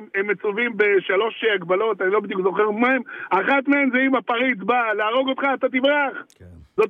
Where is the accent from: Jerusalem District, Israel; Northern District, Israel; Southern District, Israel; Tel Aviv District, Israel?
Jerusalem District, Israel; Jerusalem; אני גדלתי בשכונת רמות.